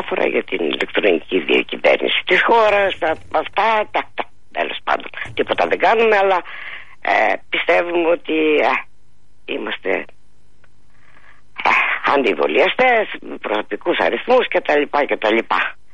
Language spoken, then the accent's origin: Greek; Greece; Ήθελα να σας πω ότι ως Ελληνίδα νιώθω ντροπή και απογοήτευση